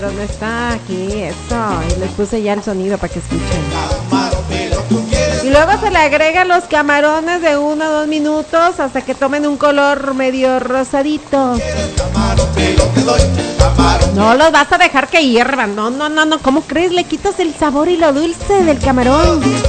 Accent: Tecuala, Nayarit, Mexico; Yo vengo de allá de Tecuala, y así no lo comemos nosotros, no le ponemos peros.

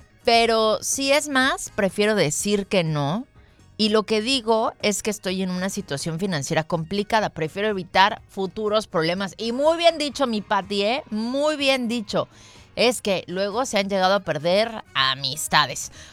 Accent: Mexico; que solamente los mexicanos entendemos

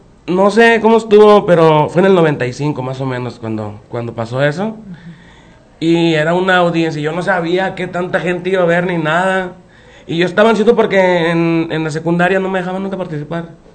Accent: Tomatlán, Jalisco, Mexico; moved away as an adult; now in Nayarit, Mexico; Mi pueblo se llama Tomatlán, en Jalisco

